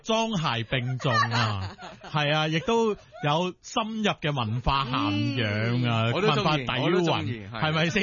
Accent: Guangdong, China; 我广东人嚟，我都系讲广州话噶啫，系广州话，我都有我自己家乡话噶，但唔出得街噶咋

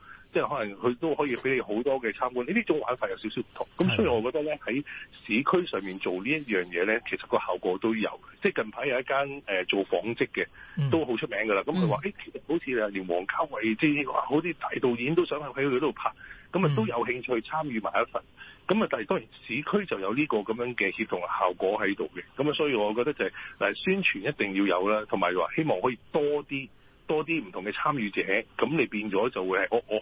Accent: Hong Kong; 我哋香港人

